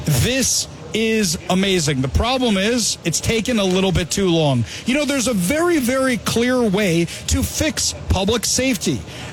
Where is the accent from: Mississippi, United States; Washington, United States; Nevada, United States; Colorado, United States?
Washington, United States; Seattle; I'm from Seattle.